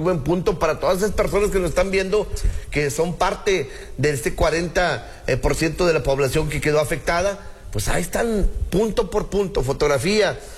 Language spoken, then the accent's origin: Spanish; Mexico